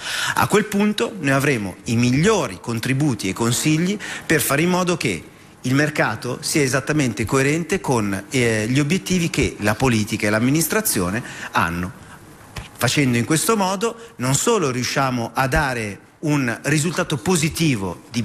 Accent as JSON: {"language": "Italian", "town": "Milan", "region": "Lombardy", "country": "Italy"}